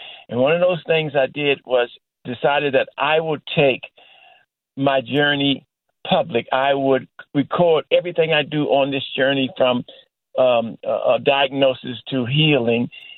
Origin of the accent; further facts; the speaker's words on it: Washington, District of Columbia, United States; I'm a third-generation Washingtonian, born and bred in Shaw area of Northwest Washington, and went to Cadoza and graduated from Howard University